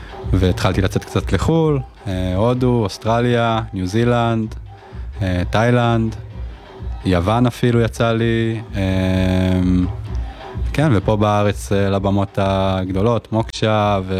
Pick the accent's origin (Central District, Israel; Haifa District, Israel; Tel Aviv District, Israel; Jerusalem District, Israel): Haifa District, Israel; Giv'at Ada; מאותה מושבה, גבעת עדה. גדלתי בגבעת עדה. כל הילדות, במושב חמוד, נעים. אז עוד היינו הולכים יחפים, היום זה כבר מדרכות